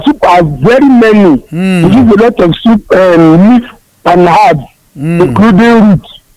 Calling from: Agbor, Delta, Nigeria; I'm from Delta State. Agbo to be precise.

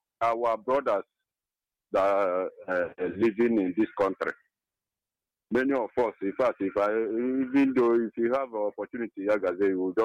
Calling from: Enugu, Enugu State, Nigeria; I'm calling from Enugu.

